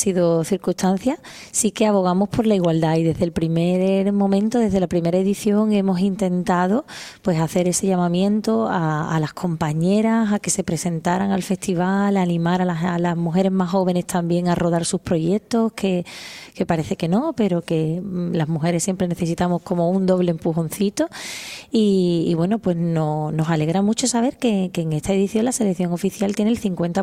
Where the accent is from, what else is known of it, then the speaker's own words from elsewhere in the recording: Andalusia, Spain; accent: Andalusian; somos la herencia también de nuestras abuelas, de nuestras madres. ¿Cuánto hay de las mujeres en una tierra como Andalucía, en la que han convivido tantísimas culturas?